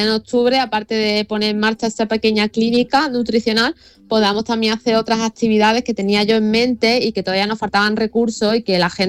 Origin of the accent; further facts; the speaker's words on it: El Cerro de Andévalo, Andalusia, Spain; En mi pueblo tenéis vuestra casa.